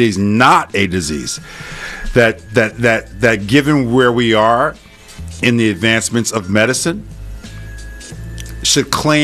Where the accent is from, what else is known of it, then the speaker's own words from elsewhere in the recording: Newark, New Jersey, United States; That's Newark, New Jersey. That's my hometown.